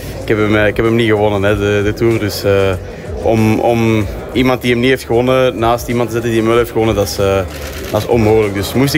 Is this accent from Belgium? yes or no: yes; Aalst, Flanders, Belgium; born there; Ja, kijk er wel echt naar uit om hier in mijn geboortestad nog eens te kunnen koersen.